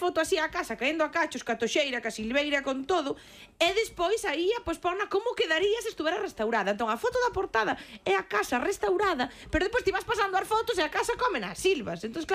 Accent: Galicia, Spain; Bueno, a ver, non somos de Almería, somos galegos.

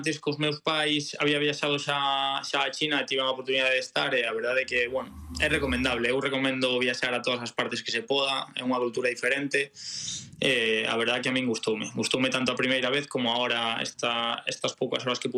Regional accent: A Coruña, Galicia, Spain; Sí, sí, eu vou vivir na Coruña coa miña parella, ao final eu son daqui, sí, sí, vou vivir na Coruña, ao final a Coruña é increíble.

